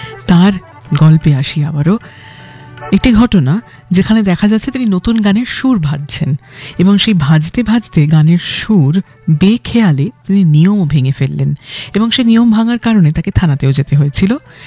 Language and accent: Bangla; Kolkata, West Bengal, India; গোটা কলকাতা শহর, পশ্চিমবঙ্গ এবং ভারতবর্ষে আমরা জন্মেছি, সার্থক জন্ম আমাদের এই দেশে